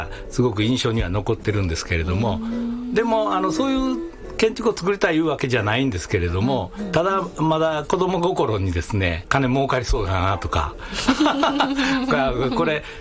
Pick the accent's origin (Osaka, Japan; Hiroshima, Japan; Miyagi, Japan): Osaka, Japan; born there; 僕大阪で生まれてるんですけれども、はい、両親が淡路島の海辺の出身なんですね。